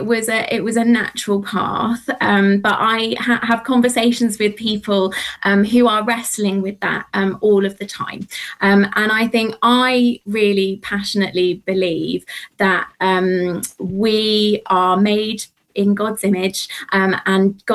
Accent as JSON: {"language": "English", "town": "Bristol", "region": "South West England", "country": "United Kingdom", "tie": "born there", "moved": "yes", "lives_now": "Buckinghamshire, United Kingdom", "said": "I was born in Bristol, and I'm currently in the southeast, in Buckinghamshire, just outside of London. So I'm a southern girl, although yeah. My family roots are Scotland"}